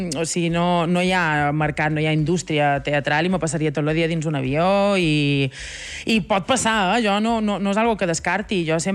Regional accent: Balearic Islands, Spain; Soc de Mallorca, sí.

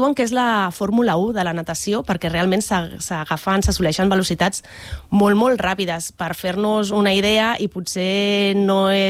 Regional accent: Bellvitge, Catalonia, Spain; A mi m'agrada dir que sóc de Bellvitge, ho dic amb molt d'orgull.

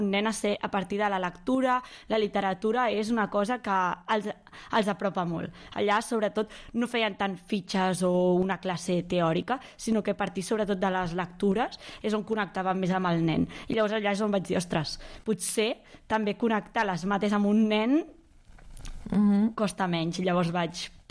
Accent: Caldes, Catalonia, Spain; Jo soc d'aquí Caldes

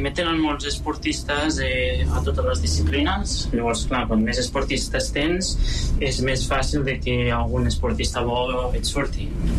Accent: Igualada, Catalonia, Spain; moved away as an adult; now in China; Jo soc d'una ciutat petita de la Catalunya central, d'Igualada.

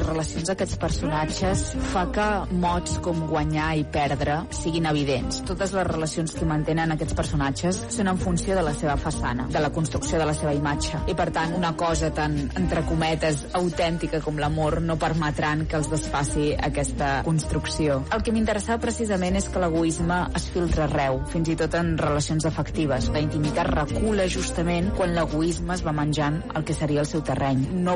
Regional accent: Catalonia, Spain; hi ha una mena de barrelleva mental que, com a catalans, demano que revisem.

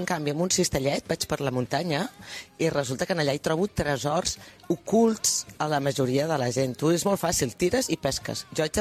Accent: Granollers, Catalonia, Spain; jo soc filla de Granollers, per tant, ja comencem, que d'origen soc d'interior.

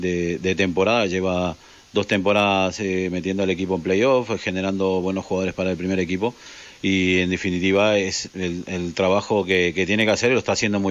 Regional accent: Rubí, Catalonia, Spain; me sentí muy orgulloso porque yo soy de aquí de Rubí

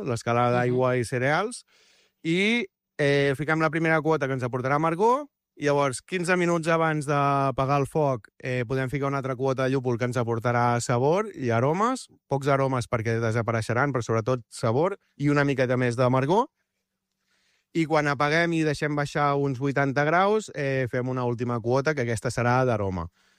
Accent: Arenys de Mar, Catalonia, Spain; Arenys de Mar, sempre. Capital de l'Almaresma.

